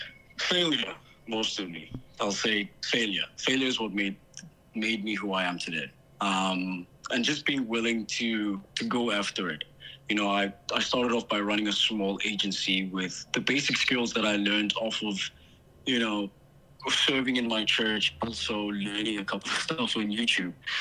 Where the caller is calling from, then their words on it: South Africa; I am the founder of Faku Consulting. I'm from South Africa.